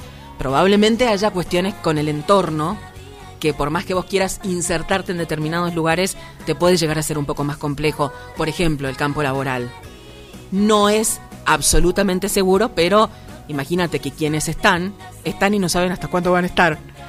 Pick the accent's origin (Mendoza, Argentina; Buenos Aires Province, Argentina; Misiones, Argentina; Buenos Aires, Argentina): Mendoza, Argentina; Somos de Mendoza, Argentina